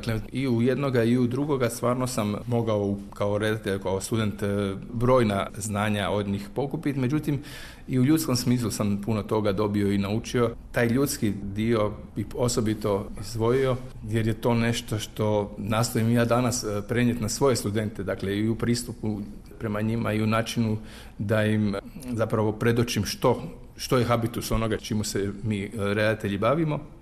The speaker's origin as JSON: {"language": "Croatian", "town": "Virovitica", "region": "Virovitica-Podravina County", "country": "Croatia", "tie": "born there", "said": "rođen u zapadnoj Slavoniji, rođen sam u Virovitici, tamo su naime moji roditelji imali prvo radno mjesto"}